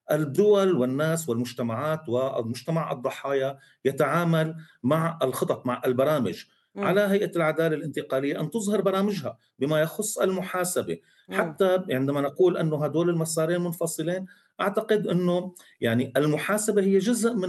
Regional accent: Syria; بدون شك هذه مسؤوليتنا نحن كسوريين

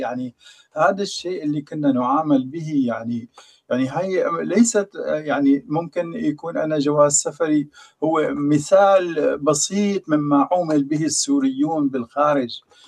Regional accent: Syria; moved away as an adult; now in Germany; وأحب أني أتسلمها كسوري

